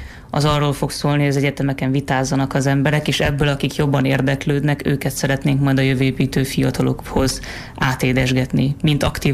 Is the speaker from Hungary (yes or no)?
yes; Hungary; akkor is mi magyarok vagyunk. Megvan a sajátos világlátásunk, megvan a sajátos nemzeti karakterisztikánk.